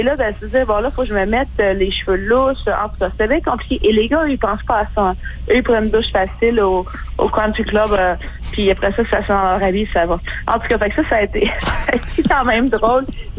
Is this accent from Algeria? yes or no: no; Quebec, Canada; moved away; also born or lived in Ontario; j'ai quand même passé 20 ans de ma vie ici, bien sûr, je viens du Québec. Si j'avais pensé un jour être dans un temple de la renommée quelconque, moi j'aurais pensé que ça aurait été au Québec, mais sûrement pas en Ontario.